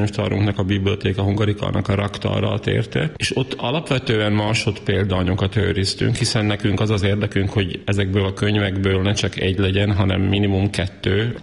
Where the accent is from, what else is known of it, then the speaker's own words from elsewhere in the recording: Slovakia; accent: Palóc; mert hát én magyarul is palóc kiejtéssel beszélek, de hát így vagyok önazonos